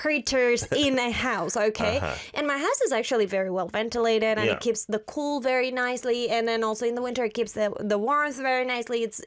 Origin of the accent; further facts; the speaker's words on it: Spain; I am from Spain.